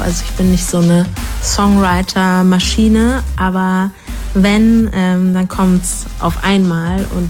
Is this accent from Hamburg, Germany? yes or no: yes; Hamburg, Germany; aus Hamburg und meine Musik würde ich als melodisch, hoffnungsvoll und sehr ehrlich beschreiben.